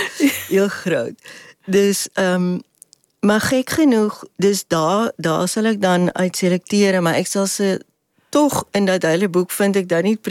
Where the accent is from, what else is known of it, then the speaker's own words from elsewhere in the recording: Western Cape, South Africa; moved away; Ik kom uit een plek genaamd Koue Bokkeveld.